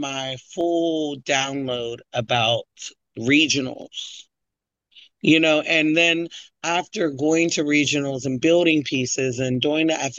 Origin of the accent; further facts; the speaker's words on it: Phoenix, Arizona, United States; also born or lived in Pittsburgh; And I myself am one of those rare people where I was born in Pittsburgh, raised in Phoenix. I can take extreme heat, I can take extreme cold